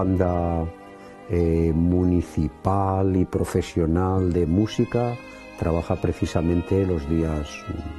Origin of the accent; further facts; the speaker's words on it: Agost, Valencian Community, Spain; Soy de un pueblo vecino, un pueblo pequeño, se llama Agost